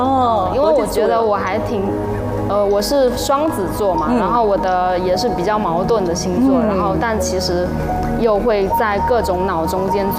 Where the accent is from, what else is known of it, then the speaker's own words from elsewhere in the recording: Xiamen, Fujian, China; 我从小也在厦门长大嘛